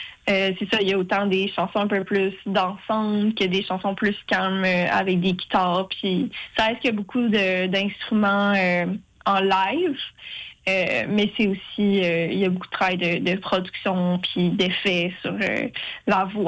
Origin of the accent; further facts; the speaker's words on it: Quebec City, Quebec, Canada; born there; moved away as an adult; now in Montreal, Canada; je viens de Québec